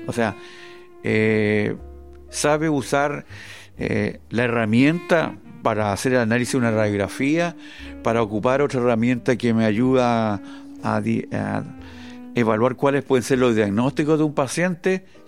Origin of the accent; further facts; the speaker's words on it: O'Higgins, Chile; moved away as an adult; después volví a mi tierra, porque yo soy de la sexta región, volví a la región de O'Higgins